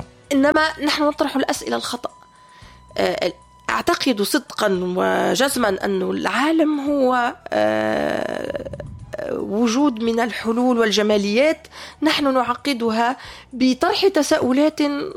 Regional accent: Tunisia; ما كانوش يتصوروا إلا أني تونسية، كانوا يعتقدون أنه جذوري أو عندي نسب أني من فلسطين

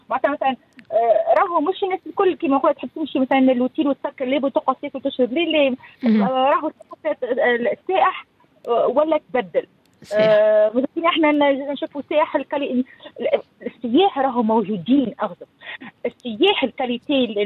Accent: Tunisia; moved away; أنا تونس ما غادرتنيش، معناتها أنا قلت لك أنا خش من تونس، من تونس ما خرجتش مني، أنا تونسية كل يوم، عمري كامل كل يوم

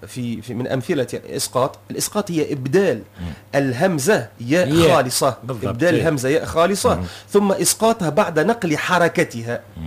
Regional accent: Tunisia; عندنا في تونس

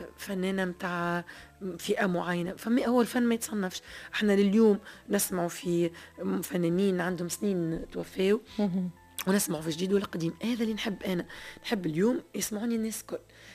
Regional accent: Tunisia

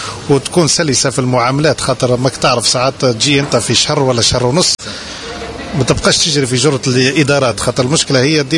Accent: Tunisia; now in France; أنا عشت وترعرعت في تونس وكل شيء، نحس روحي أنا ديما غريب في فرنسا

